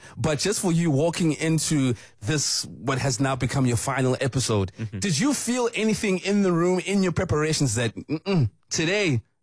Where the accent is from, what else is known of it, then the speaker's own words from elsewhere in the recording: Durban, KwaZulu-Natal, South Africa; As someone who comes from my hometown as well, Durban